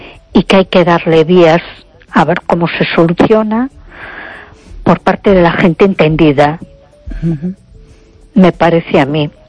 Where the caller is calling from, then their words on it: A Coruña, Galicia, Spain; de Coruña.